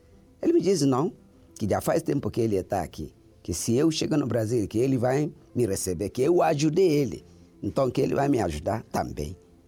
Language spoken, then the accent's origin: Portuguese; Nigeria; Portuguese is a second language; Eu venho de Nigéria. A vida nunca foi fácil desde criança.